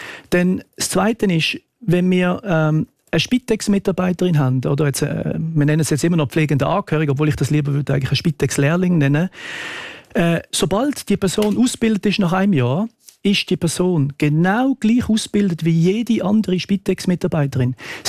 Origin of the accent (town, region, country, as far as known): Switzerland